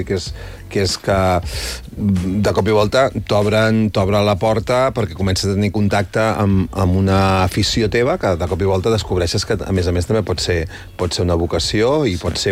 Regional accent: Santa Perpètua de Mogoda, Catalonia, Spain; born there; also born or lived in Sabadell; Jo soc de Santa Perpètua

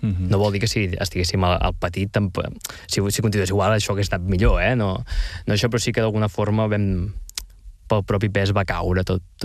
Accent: Mataró, Catalonia, Spain; moved away as an adult; now in Barcelona, Spain; jo no em volia desempatronar de Mataró. Per aquest punt nostàlgic, no? De dir, no, jo no vull ser de Barcelona, jo vull ser de Mataró. Ara sóc oficialment de Barcelona. Sóc de Sants, diríem. Que això, d'Hostafrancs

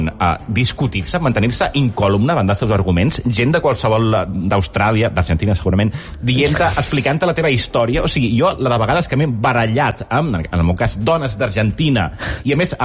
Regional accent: Barcelona, Catalonia, Spain; soc de Barcelona

